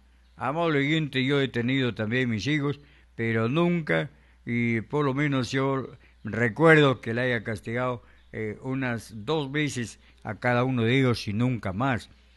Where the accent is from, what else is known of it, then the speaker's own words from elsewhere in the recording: Pucallpa, Ucayali, Peru; moved away; Ya no regresaré a mi tierra linda, Pucallpa.